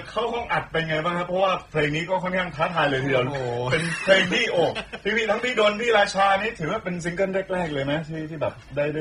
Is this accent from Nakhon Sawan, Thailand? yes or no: no; Bangkok, Thailand; ผมก็คนกรุงเทพเลยอยู่แต่ใต้เลย